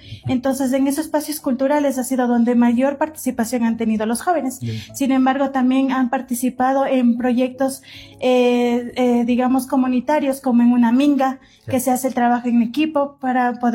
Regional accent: Ecuador; soy del país de Ecuador.

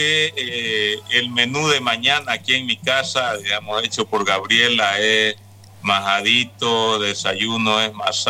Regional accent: Santa Cruz de la Sierra, Santa Cruz, Bolivia; moved away as an adult

